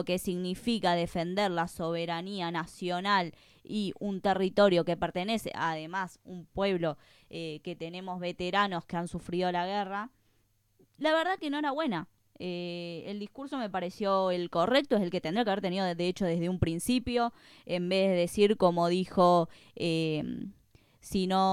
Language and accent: Spanish; Argentina